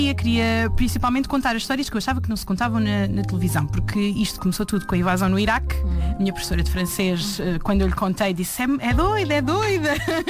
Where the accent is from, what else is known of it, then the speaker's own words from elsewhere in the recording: Lisbon, Portugal; Sim, porque eu sou nascida e criada em Lisboa.